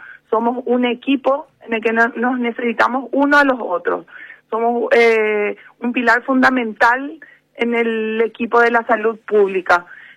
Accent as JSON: {"language": "Spanish", "country": "Paraguay", "said": "porque somos paraguayos"}